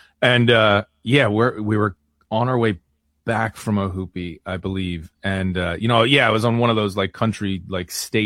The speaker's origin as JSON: {"language": "English", "town": "Philadelphia", "region": "Pennsylvania", "country": "United States", "said": "I mean, I'm from Philly."}